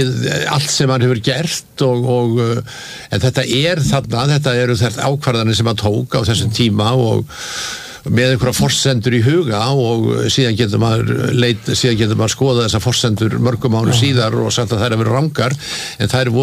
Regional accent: Reykjavík, Capital Region, Iceland; Já, ég sko alveg upp í Laugarneskverfinu og, og, og hérna bjóð þar þegar ég var ungur maður og, og ég man eftir mér þar fyrst í 1635.

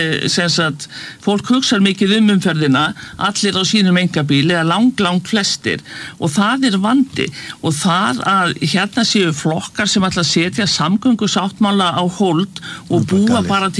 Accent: Reykjavík, Capital Region, Iceland; en ég hef aldrei skilið það sem Breiðhyltingur.

